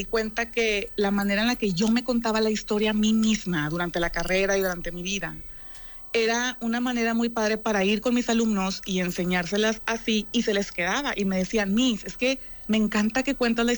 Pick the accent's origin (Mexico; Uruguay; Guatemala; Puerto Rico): Mexico; vale la pena entenderla por como mexicanos y saber qué celebramos ayer.